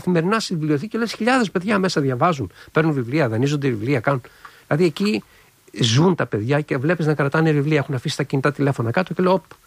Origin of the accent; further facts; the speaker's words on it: Greece; παίρνουν καμιά φορά συνέντευξη, ας πούμε, και το ραδιόφωνο, η τηλεόραση, τη τοπική, ας πούμε, να μιλήσω σαν Έλληνας και αυτά, και λέω.